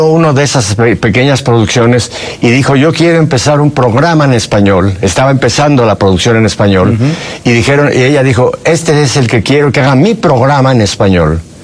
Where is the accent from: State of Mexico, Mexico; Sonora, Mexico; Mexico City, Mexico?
Mexico City, Mexico; born or raised there; also born or lived in Spain